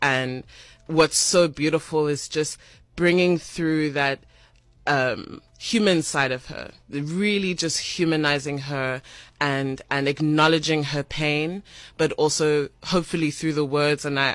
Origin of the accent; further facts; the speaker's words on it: Johannesburg, Gauteng, South Africa; now in Cape Town, South Africa; Growing up in Jersey, it was such a understanding that Afrikaans was like a white man's language and that I could never access it, especially as a Zulu girl. But when I came to Cape Town